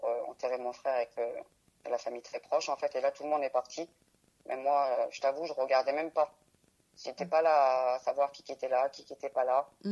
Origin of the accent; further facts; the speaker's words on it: France; vous savez que les voyageurs, on est français. On est même plus français que certains Français qui vivent en France. J'en ai français depuis des générations, on n'a jamais bougé de la France.